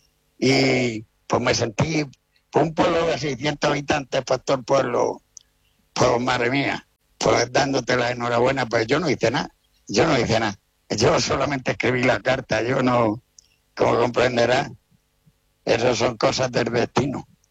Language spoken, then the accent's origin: Spanish; Andalusia, Spain; O sea que somos los andaluces, somos los número uno del mundo en donaciones.